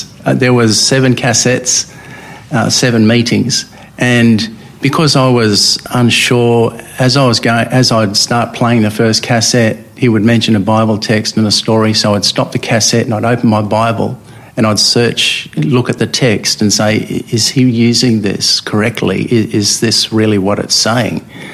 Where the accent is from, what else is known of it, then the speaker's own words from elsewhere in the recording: Papua New Guinea; I grew up in New Guinea for 7 years as a child